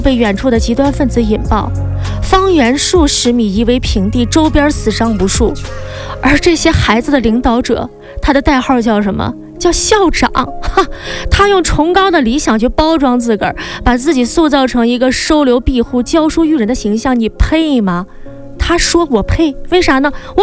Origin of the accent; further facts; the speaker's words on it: China; 我们中国人最朴素的价值观